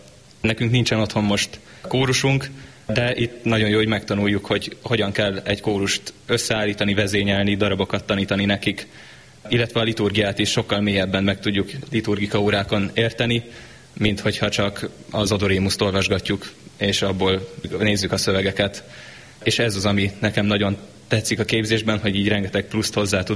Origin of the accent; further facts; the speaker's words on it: Szentendre, Pest, Hungary; otthon Szentendrén, a plébániánkon